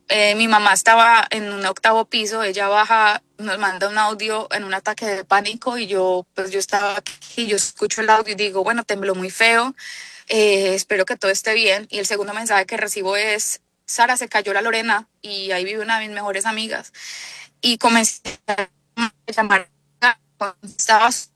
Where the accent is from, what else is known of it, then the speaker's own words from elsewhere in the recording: Pereira, Risaralda, Colombia; now in Puerto Rico; Bueno, en el equipo en este momento somos dos pereiranos y el entrenador nacional que vive en Pereira. No tenemos dónde entrenar en este momento. Yo vivo pues en Puerto Rico, acá estoy entrenando